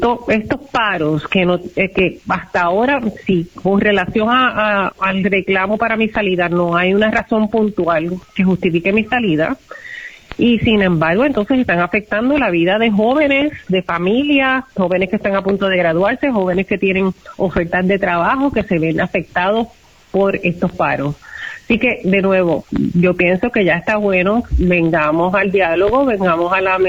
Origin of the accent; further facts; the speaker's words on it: Puerto Rico; yo soy puertorriqueña